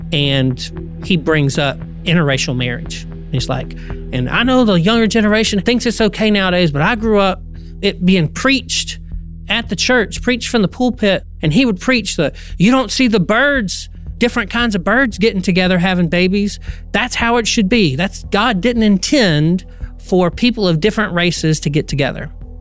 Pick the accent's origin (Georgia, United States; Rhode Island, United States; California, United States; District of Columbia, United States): Georgia, United States; moved away; I'm from Georgia, so I wasn't totally unfamiliar with racism.